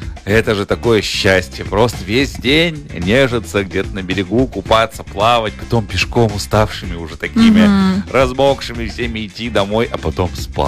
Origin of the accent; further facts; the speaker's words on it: Omsk, Omsk Oblast, Russia; moved away; я все детство провел в Омске.